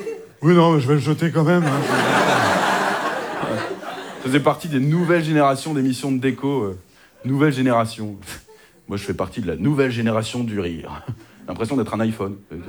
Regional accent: Hauts-de-France, France

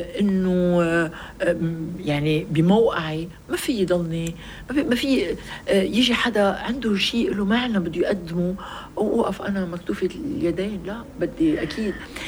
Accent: Lebanon; نحن لبنانيه

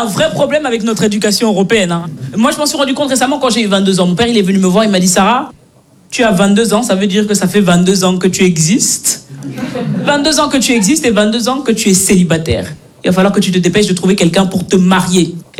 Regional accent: Belgium; born or raised there

